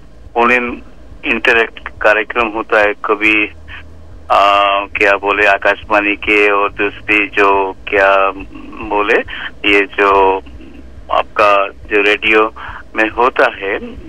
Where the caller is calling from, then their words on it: Ramkrishna Nagar, Assam, India; मेरा गांव का नाम है राम कृष्ण नगर, डिस्ट्रिक्ट श्री भूमि, असम